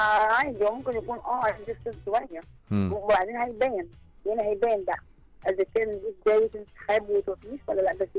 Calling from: Qalyubia, Egypt

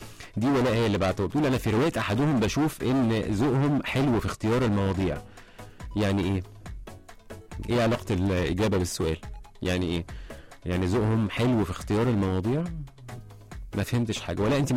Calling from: Alexandria, Alexandria Governorate, Egypt; صباح الخير عليك يا صانع السعاده حسام. … من اسكندريه.

